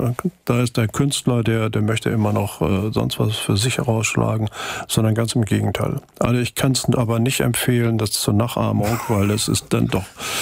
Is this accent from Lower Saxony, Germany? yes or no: yes; Hanover, Lower Saxony, Germany; Also ich bin in Hannover aufgewachsen, aber in den Ferien war ich immer auf dem Land.